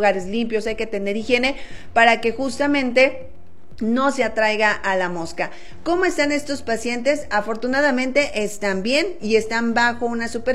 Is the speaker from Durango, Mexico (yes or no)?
yes; Durango, Mexico; qué ingeniosos somos los duranguenses